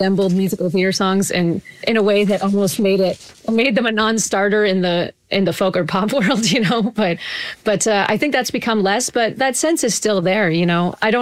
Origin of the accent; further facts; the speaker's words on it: Biggar, Saskatchewan, Canada; I grew up in Bigger Saskatchewan, really small town, about 2,000